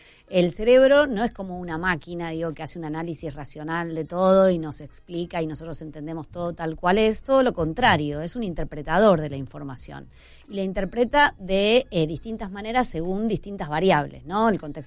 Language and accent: Spanish; Argentina; siendo la semana de mayo, digo, nos unimos todos como argentinos